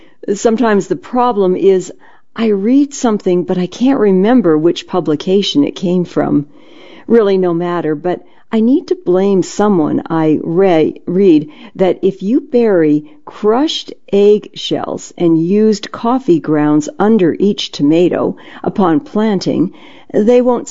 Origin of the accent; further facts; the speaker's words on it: Ontario, Canada; It first appeared in a local newspaper outside of the area where I grew up in Ontario, Canada